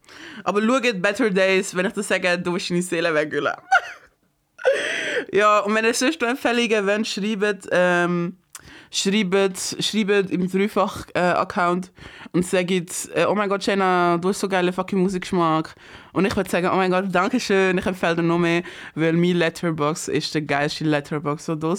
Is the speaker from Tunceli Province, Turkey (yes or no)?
yes; Tunceli Province, Turkey; als eine Kurdin, die nicht so viel von Kultur leider mitbekommen hat. Es ist sehr interesting, wenn sie über so, wie der eine ist vom gleichen Dorf, glaube ich, wie ich. Dersim, let's go, Dersim, up.